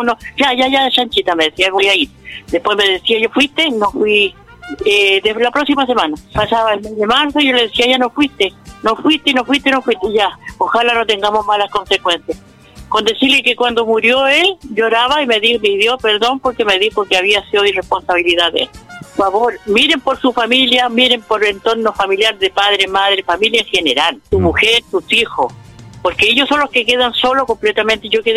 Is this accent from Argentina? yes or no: no; La Serena, Coquimbo, Chile; Sí, yo soy de La Serena, ando de paso.